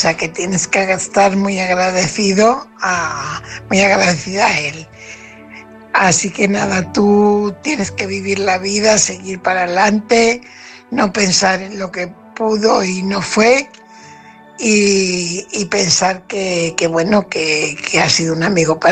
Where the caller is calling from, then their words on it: Fuenlabrada, Community of Madrid, Spain; corresponsal de Fuenlabrada.